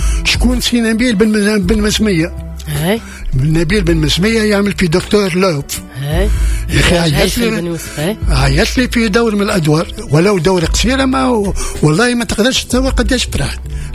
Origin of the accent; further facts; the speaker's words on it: Tunisia; عندنا في تونس